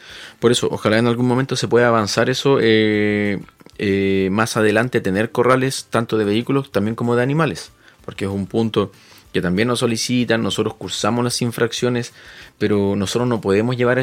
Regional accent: Chile; para nosotros como todo chileno

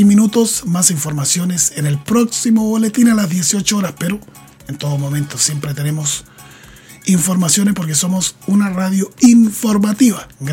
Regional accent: Chile

